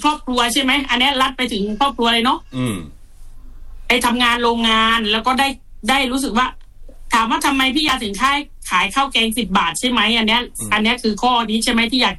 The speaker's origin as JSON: {"language": "Thai", "region": "Phatthalung", "country": "Thailand", "tie": "born there", "said": "เป็นคนพัทลุงเกิดที่พัทลุงนะแล้วก็เป็นคนจน"}